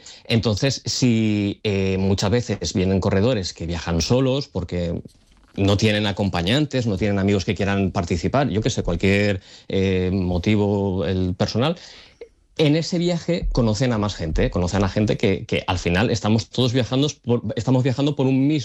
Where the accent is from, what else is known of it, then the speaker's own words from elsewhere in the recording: Valencia, Valencian Community, Spain; nosotros somos de Valencia